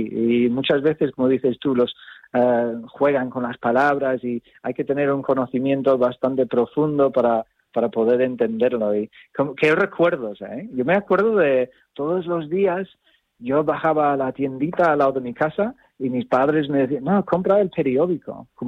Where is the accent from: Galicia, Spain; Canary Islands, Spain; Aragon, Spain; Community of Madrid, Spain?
Canary Islands, Spain; Tenerife; yo soy de Tenerife.